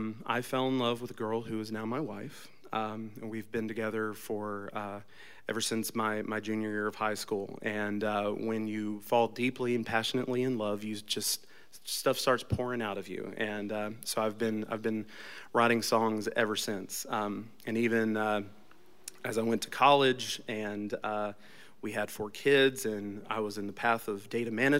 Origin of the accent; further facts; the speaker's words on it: Bossier City, Louisiana, United States; also born or lived in California / Montgomery, Alabama; now in Nashville, United States; My father was in the Air Force, so we started in Bossier City, then made our way out to California, then Montgomery, Alabama at Maxwell Air Force Base.